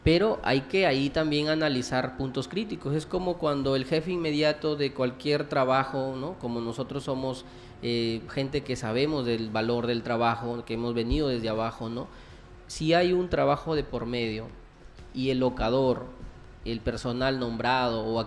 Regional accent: Santana, Piura, Peru; me lleva a mi pueblo, a Santana, claro, de nuevo prácticamente a radicar continuamente ahí. Yo ahí he nacido y he crecido, pero por motivo de estudio salí a Piura y allá viví 9 años, luego regresé a Santana

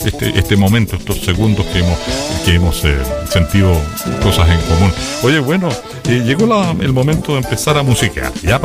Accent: Valparaíso, Chile; yo nunca he negado que soy guanderinísimo como buen porteño

